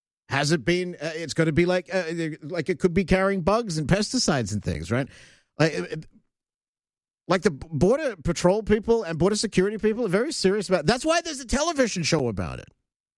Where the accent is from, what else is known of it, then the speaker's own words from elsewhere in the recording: Australia; now in Canada; When I go back to Australia, look, I'm a Canadian now, but when I go back to Australia